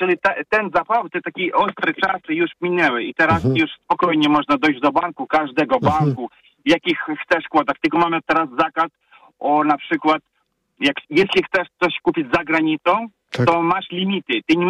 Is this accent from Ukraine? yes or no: yes; Ukraine; Polish is a second language; now in Kraków, Poland; Teraz ja jestem pochodzeniem z Ukrainy i teraz mogę państwu kilka rzeczy powiedzieć.